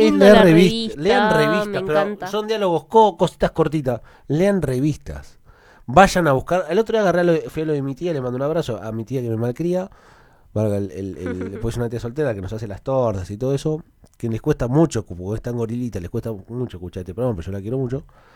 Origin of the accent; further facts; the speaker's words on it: Argentina; Porque soy argentino.